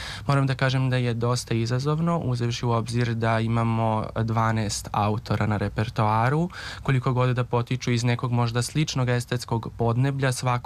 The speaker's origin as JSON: {"language": "Serbian", "town": "Negotin", "region": "Southern and Eastern Serbia", "country": "Serbia", "tie": "born or raised there", "said": "potičem iz Mokranjčevog kraja. U mom rodnom gradu Mokranjac je proveo gimnazijske dane i ja sam kao dete mnogo puta bio na Mokranjčevim danima"}